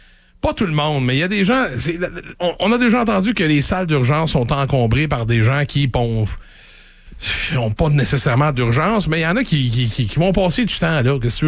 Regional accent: Grimsby, Ontario, Canada; Je faisais du vélo sur la rue de mon enfance, à Irwin, à Grimby.

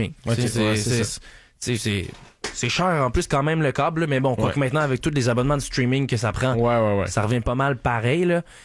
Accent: Quebec, Canada; Puis je pense qu'en tant que Québécois, point, on doit se réjouir

